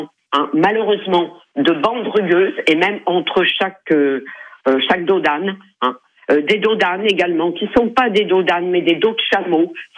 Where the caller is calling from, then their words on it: Thouars, Nouvelle-Aquitaine, France; je suis de Thouars, hein, donc dans le centre-ville